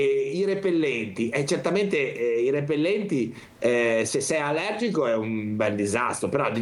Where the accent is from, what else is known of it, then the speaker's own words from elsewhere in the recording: Genoa, Liguria, Italy; born there; alla Villa Rossi, a Sestri, ci andavo anch'io quando ero piccolo a Villa Rossi.